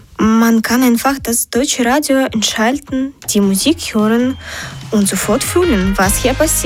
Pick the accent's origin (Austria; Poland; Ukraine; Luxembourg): Ukraine; German is a second language; now in Germany; Ich komme aus der Ukraine und am Anfang habe ich mich gefragt, wie kann ich mich hier integrieren? Was hören Menschen in Deutschland?